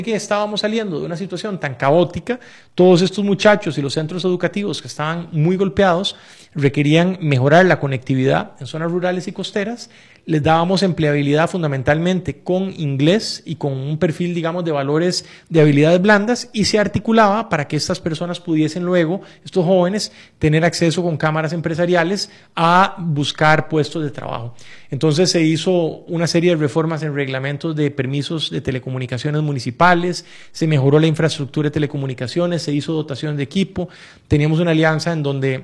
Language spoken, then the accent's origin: Spanish; Filadelfia, Guanacaste, Costa Rica; yo crecí en Guanacaste. Yo soy bajureño. Crecí en una finca ganadera y agrícola en Carrillo, en Filadelfia.